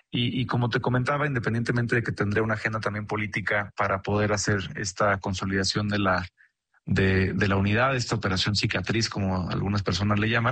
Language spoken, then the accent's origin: Spanish; Cancún, Quintana Roo, Mexico; yo que nací y crecí en Cancún